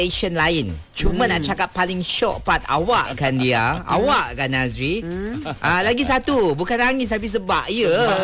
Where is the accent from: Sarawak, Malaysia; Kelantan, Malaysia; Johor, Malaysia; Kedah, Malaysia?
Sarawak, Malaysia; Saya punya vokal ni, saya macam biasa orang Sarawak.